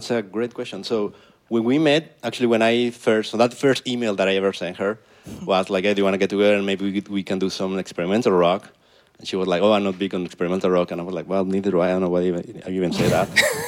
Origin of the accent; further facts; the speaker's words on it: Mexico; moved away as an adult; Well, as you can see, I mean, I grew up in Mexico, she grew up in China. We come up both us over 18 years old, so we have